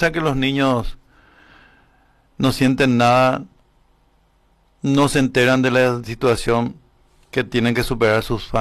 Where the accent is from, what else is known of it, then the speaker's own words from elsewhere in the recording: Paraguay; Realmente no somos buenos ni somos mansos los paraguayos, somos pelotudos, boludos.